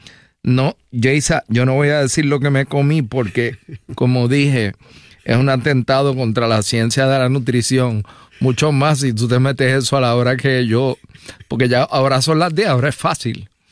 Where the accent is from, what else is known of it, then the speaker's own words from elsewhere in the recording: Puerto Rico; Yo usualmente no como como boricua bestial entre 8 y 30 y 10